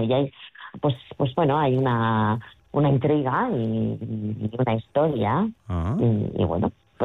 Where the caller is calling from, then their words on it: Getxo, Basque Country, Spain; De Las Arenas.